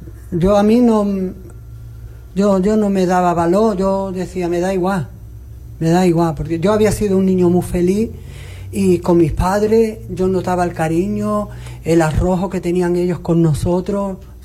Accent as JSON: {"language": "Spanish", "town": "Punta Umbría", "region": "Andalusia", "country": "Spain", "tie": "born or raised there", "said": "nací y me crié en Punta Umbría, Huelva, así que soy choquero."}